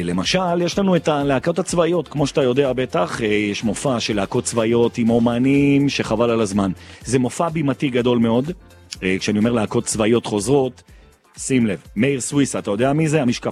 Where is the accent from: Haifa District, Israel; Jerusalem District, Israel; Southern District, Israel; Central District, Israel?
Jerusalem District, Israel; Jerusalem; born there; תודה על הזכות שאני יהודי. תודה על הזכות שאני בן של מלך ללא עוררים. תודה רבה שנתת לי לחיות בירושלים. תודה רבה שנולדתי שם